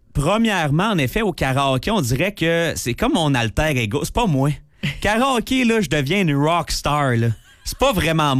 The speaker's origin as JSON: {"language": "French", "town": "Val-d'Or", "region": "Quebec", "country": "Canada", "moved": "yes", "said": "dans mon coin de pays, à Val-d'Or"}